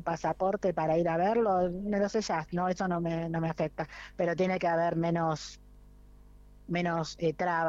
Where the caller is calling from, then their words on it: Argentina; soy una argentina que lleva el apellido de un héroe de Malvinas